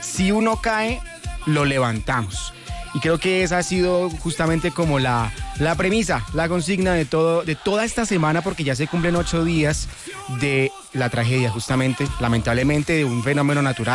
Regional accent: Colombia

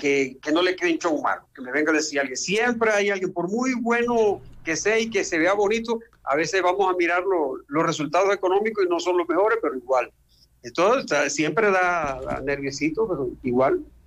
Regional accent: Villanueva, La Guajira, Colombia; Vamos a hacer un recorrido por Villanueva, por mi pueblo, por el barrio.

